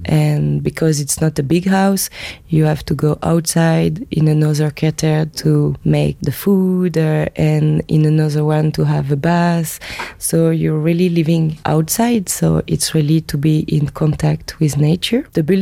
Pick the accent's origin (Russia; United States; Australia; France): France; Brittany; English is a second language; I'm coming from the Britain part of France.